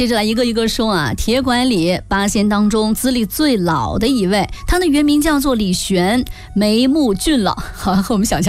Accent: China; 藏着我们中国人最朴素的人生。

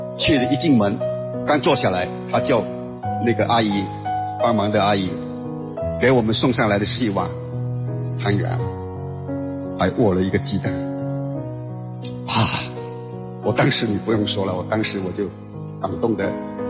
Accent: Chaoshan, Guangdong, China; 那我们潮汕人是这样

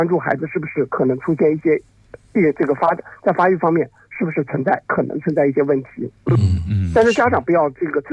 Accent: China; 那虽然我们中国人可能经常会说贵人语迟，对吧？

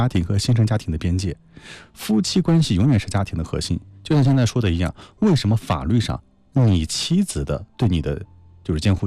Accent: China; 我们中国人的语言相当的优美啊。

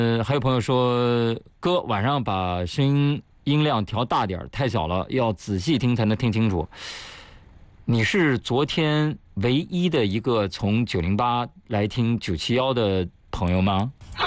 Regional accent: Shanxi, China; 因为我是山西人嘛

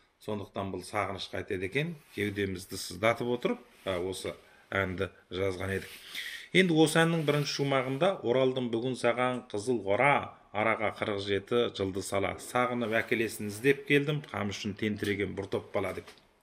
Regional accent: Fukang, Xinjiang, China; moved away; Көн енді осы кісінің де туған жері, менің де туған жерім осы Фуқан қаласы мен Аққала ауылының негізі қыстаулық жері.

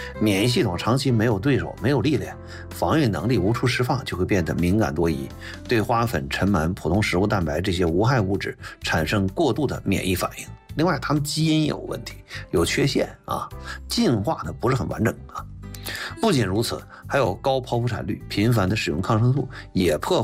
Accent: China

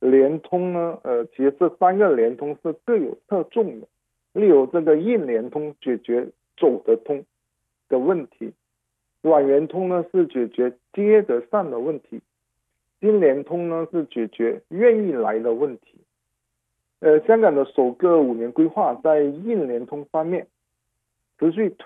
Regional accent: Guangdong, China; now in Hong Kong; 因为我的家乡在广东，我又在香港生活工作

